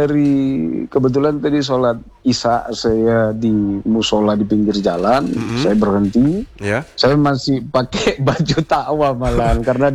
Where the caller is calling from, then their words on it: Arjosari, East Java, Indonesia; jadi saya kebetulan tinggal di rumah Anggraha Kencana di Balai Arjosari.